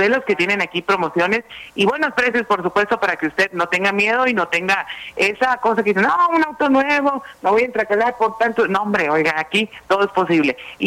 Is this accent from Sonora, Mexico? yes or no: yes; Cananea, Sonora, Mexico; aquí en Cananea no usamos direcciones, hombre.